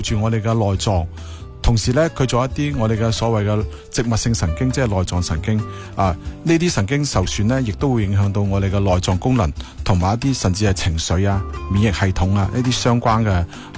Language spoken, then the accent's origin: Cantonese; Guangdong, China; 按照我哋广东人讲法呢